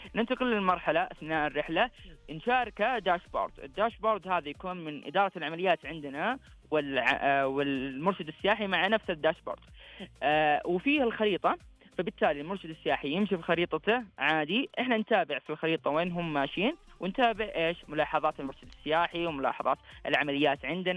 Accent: Saudi Arabia; هذا حلم لنا إحنا كسعوديين، راح ننشر ثقافتنا للكل،

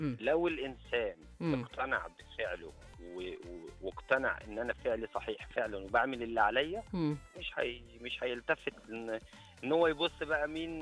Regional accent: Egypt; زي ما احنا بنقول كمصريين

